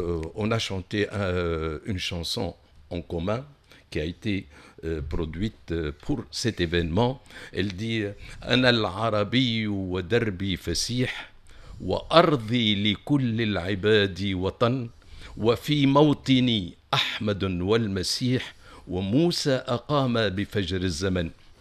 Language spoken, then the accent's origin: French; Tunisia; Donc lui il est français, italienne et moi en tant que tunisien.